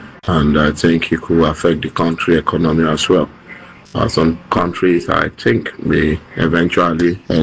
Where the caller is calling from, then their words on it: Lagos, Nigeria; I'm from Lagos, Nigeria.